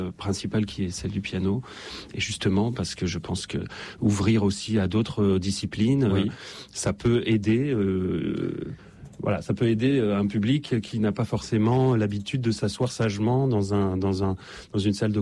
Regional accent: Nîmes, Occitanie, France; quand j'étais petit et adolescent à Nîmes

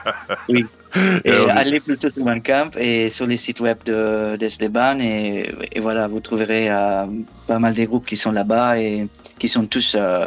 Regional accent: Italy; now in Belgium; À la base, moi, je viens d'Italie. Ouais. Je suis même pas belge.

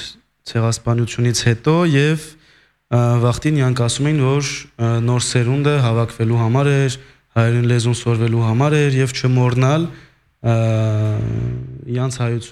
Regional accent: Lyon, Auvergne-Rhône-Alpes, France; Ես Լյոնից եմ, Լյոնից մի կես ժամ կամի քաղաք Վիեն

